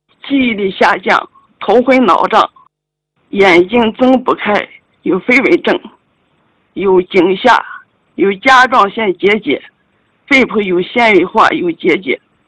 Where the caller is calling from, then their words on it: Taiyuan, Shanxi, China; 我是来自山西的太原的一名学员， … 今年66岁，我是1960年农历8月26日巳时出生